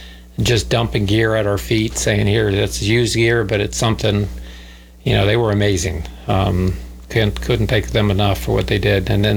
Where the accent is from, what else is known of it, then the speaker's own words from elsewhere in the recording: Florida, United States; I'm from Florida. I've seen every hurricane, you know, all my life